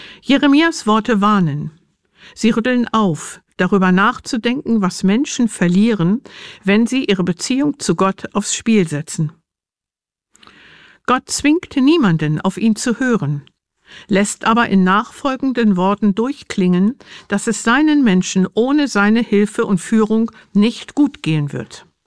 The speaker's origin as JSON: {"language": "German", "region": "Northern Germany", "country": "Germany", "said": "Als Norddeutsche sind mir Weinberge und Weinanbau eher fremd."}